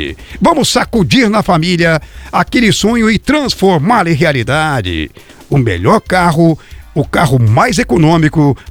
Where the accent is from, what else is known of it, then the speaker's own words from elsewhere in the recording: Jacarezinho, Paraná, Brazil; now in Santo Antônio da Platina, Brazil; Jacarezinho, minha terra natal.